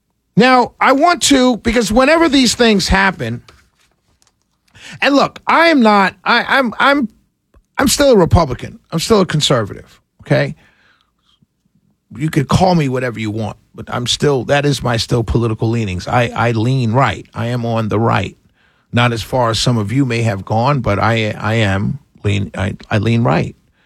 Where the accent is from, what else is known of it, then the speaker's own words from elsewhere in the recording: New York, United States; moved away; And so I grew up in Harlem, New York.